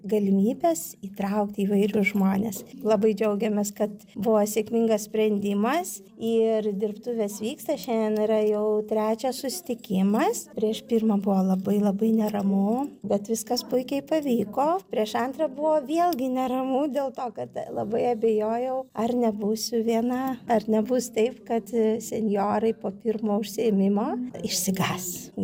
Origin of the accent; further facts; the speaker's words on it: Kaunas, Kaunas County, Lithuania; nors esame iš Kauno, o dirbtuvės vyksta Tauragėj.